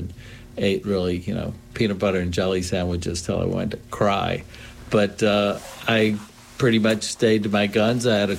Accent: Virginia, United States; also born or lived in Richmond; Yes, we're both from Virginia, but we met in a bar in New York City.

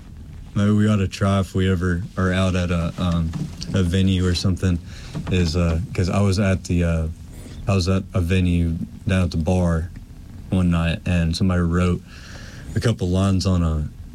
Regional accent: Claiborne County, Tennessee, United States; moved away as an adult; also born or lived in Louisville, Kentucky; Cumberland Gap area, Claiborne County, Tennessee.

